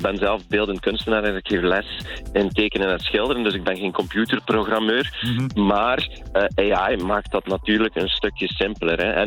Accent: Ghent, Flanders, Belgium; in Gent, waar ik vandaan kom

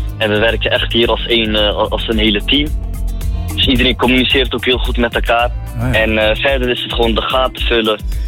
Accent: Rotterdam, South Holland, Netherlands; born there; ik ben 30 jaar oud. Ik ben geboren in Rotterdam-Zuid.

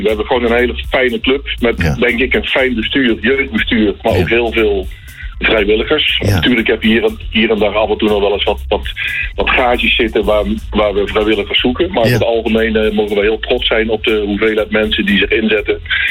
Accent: Limburg, Netherlands; ik kom zelf uit Limburg. Dus ligt dicht bij Horst Amerika.

